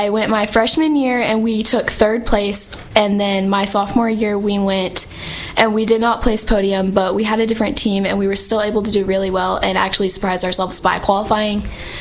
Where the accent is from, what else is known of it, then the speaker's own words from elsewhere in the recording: Dalhart, Texas, United States; Yes, I grew up in Dalhart, and my dad grew up in Dalhart, and then my mom moved here for work and met.